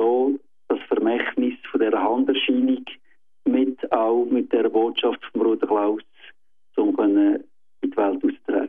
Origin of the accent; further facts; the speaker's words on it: Lucerne, Switzerland; Also ich bin in Luzern aufgewachsen und auch sehr gläubige Eltern gehabt.